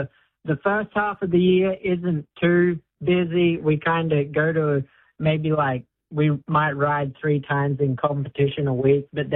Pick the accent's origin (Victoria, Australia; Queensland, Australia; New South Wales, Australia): Queensland, Australia; Mackay; moved away as an adult; now in United States; I grew up in Mackay, Queensland